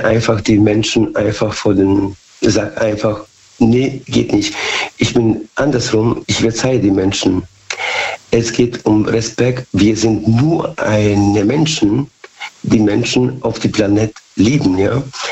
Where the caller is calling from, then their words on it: Bad Godesberg, North Rhine-Westphalia, Germany; Aus Bad Godesberg. Haben wir schon gesprochen.